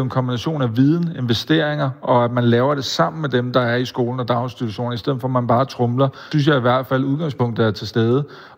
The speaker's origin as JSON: {"language": "Danish", "town": "Køge", "region": "Zealand", "country": "Denmark", "said": "Jamen, jeg er jo fra Køge, så jeg er jo født optimist"}